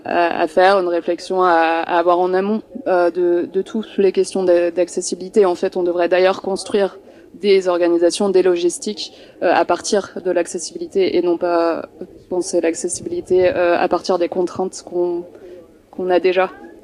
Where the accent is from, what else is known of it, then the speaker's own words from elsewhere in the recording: France; now in Belgium; moi je suis française